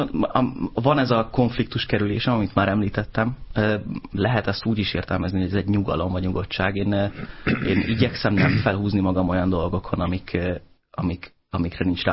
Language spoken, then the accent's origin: Hungarian; Siófok, Somogy, Hungary; Pedig hát siófoki vagyok összességében. Sziklak felsőn nőttem föl, az volt, ott töltöttem az első 14 évem egy gyerekként. De Siófokra jártam általános iskolába